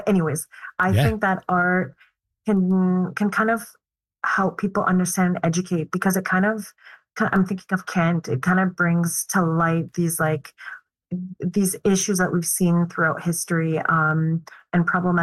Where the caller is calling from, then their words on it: Montreal, Quebec, Canada; And I also, I'm speaking from Montreal.